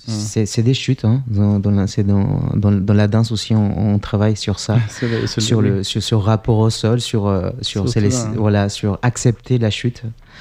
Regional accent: Chile; French is a second language; now in France; moi, je suis étranger, donc effectivement, j'ai pu voir ça. Je viens du Chili.

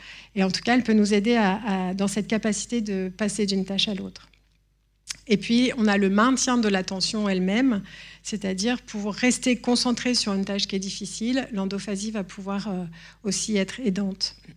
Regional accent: Grenoble, Auvergne-Rhône-Alpes, France; je suis grenobloise

